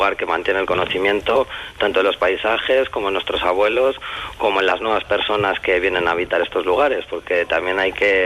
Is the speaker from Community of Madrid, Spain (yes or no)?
no; Berlanga de Duero, Castile and León, Spain; de Berlangadero con una densidad de población de 800 habitantes, sí, pues sí que realicé la ESO en mi pueblo, luego tuve que ir a Burgos de Osma, un pueblo más grande.